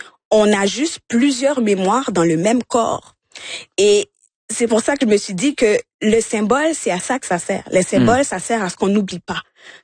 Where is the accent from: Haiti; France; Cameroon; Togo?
Haiti; now in Canada; je suis haïtienne dans mes entrailles, puis il y a le Québec, mais je me dis, mais je fais partie du Québec